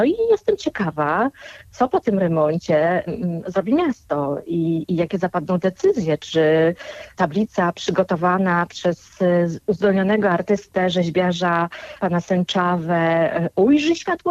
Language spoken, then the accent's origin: Polish; Zamość, Lublin Voivodeship, Poland; moved away; ja pochodzę z Zamościa i jako licealistka często przechodziłam pod cieniami renesansowych kamieniczek